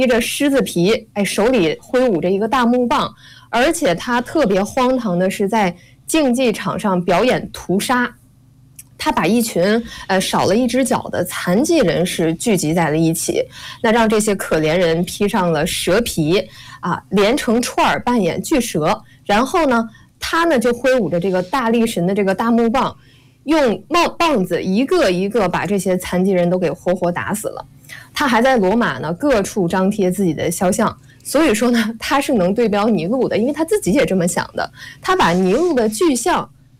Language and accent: Chinese; Northeast China, China; 我作为一个东北人啊